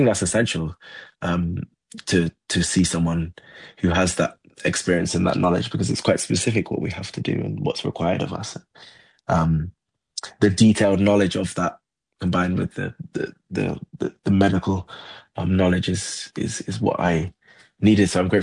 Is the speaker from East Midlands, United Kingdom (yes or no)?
yes; Nottingham, East Midlands, United Kingdom; now in London, United Kingdom; I now live in South London, but I grew up in Nottingham.